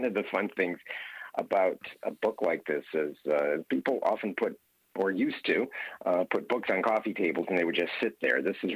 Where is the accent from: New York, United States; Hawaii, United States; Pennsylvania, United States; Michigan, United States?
Hawaii, United States; When I was a young boy growing up in Hawaii, because that's where I grew up